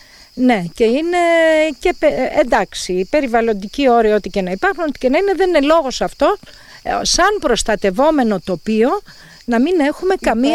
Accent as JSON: {"language": "Greek", "town": "Palaiochori", "region": "North Aegean", "country": "Greece", "said": "Είμαστε το τελευταίο χωριό του Δήμου, είμαστε η Άκρη, αλλά είμαστε ένα χωριό με ζωή, ένα παραδοσιακό χωριό."}